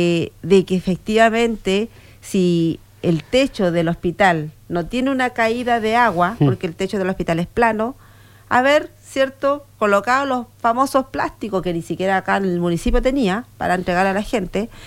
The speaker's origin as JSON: {"language": "Spanish", "country": "Chile", "said": "los chilenos trabajamos, digo trabajamos porque me considero chilena"}